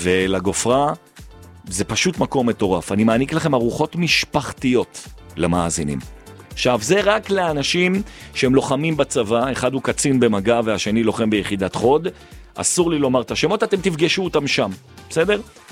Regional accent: Jerusalem, Jerusalem District, Israel; אני גם ירושלמי.

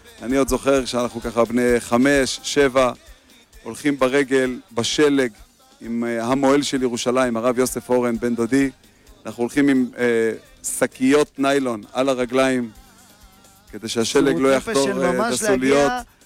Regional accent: Jerusalem, Jerusalem District, Israel; אנחנו גדלנו פה, כמו שאמרתי, דור רביעי שבונה ירושלים

